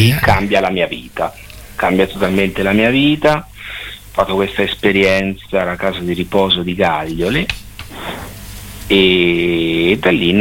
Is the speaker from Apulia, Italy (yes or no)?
no; Esanatolia, Marche, Italy; born or raised there